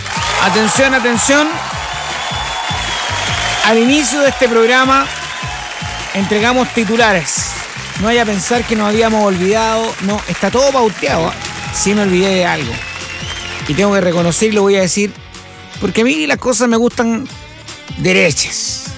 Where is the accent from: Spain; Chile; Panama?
Chile; La Serena, Coquimbo; Me mandaron una foto de la avenida Francisco Aguirre con llovizna. ¡Pucha, qué linda mi tierra!